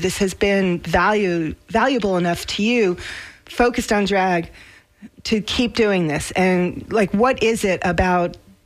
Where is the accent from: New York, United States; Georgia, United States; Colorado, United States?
New York, United States; New York City; We grew up in New York.